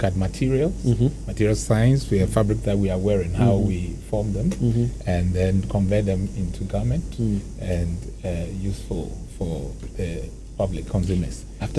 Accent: Ghana; Where I stand as a Ghanaian, I'll go for Ghana.

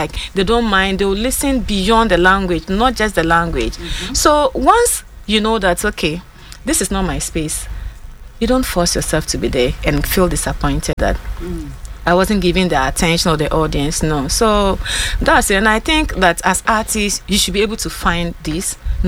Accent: Ghana; I am also very proud that I'm a Ghanaian musician also.

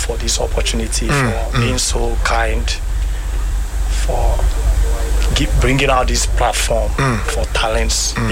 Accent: South East, Nigeria; I'm a Nigerian.

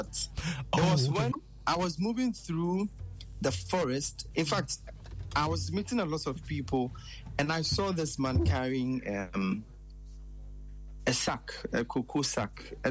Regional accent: Obuasi, Ashanti, Ghana; I am from Obuasi

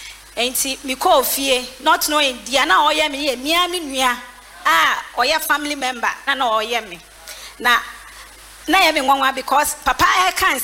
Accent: Greater Accra, Ghana; I'm from Community 8.

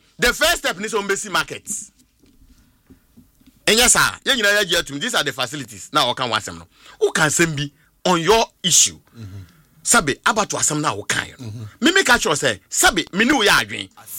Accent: Abomosu, Eastern Region, Ghana; I'm from Abomosu in the eastern region.

